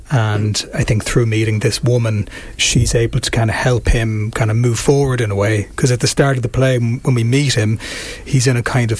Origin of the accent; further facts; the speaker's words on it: Dublin, Leinster, Ireland; I'm from Dublin. Yeah, yeah. So I grew up in Dublin, same area as my character Paddy in the play.